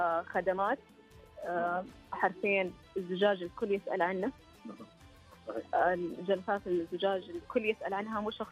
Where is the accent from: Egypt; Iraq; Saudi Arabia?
Saudi Arabia; Abha, Asir; انا من اهل ابها